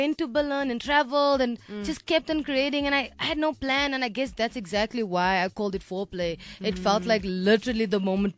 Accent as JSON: {"language": "English", "country": "South Africa", "said": "being South African. I thought because we're so diverse, I knew everything."}